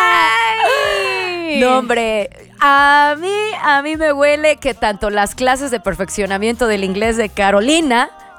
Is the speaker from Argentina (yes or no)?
no; Mexico; Y es que somos el mexicano promedio.